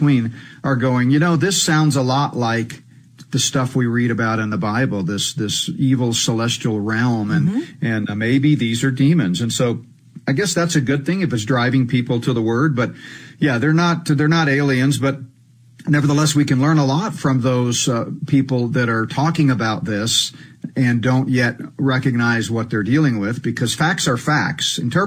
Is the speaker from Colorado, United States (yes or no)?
yes; Colorado, United States; A congresswoman from my home state, Colorado, said on a podcast back in May